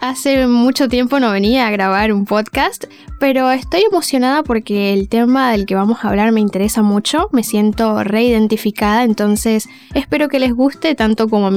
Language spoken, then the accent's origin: Spanish; Panama; now in Argentina; soy estudiante del quinto año de la licenciatura en nutrición aquí en la Universidad Adventista del Plata y soy de Panamá, Centroamérica, un poco lejos de acá, de Argentina.